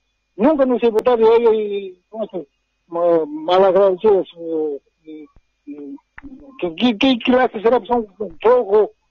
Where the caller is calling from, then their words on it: Potosí, Bolivia; yo soy potosino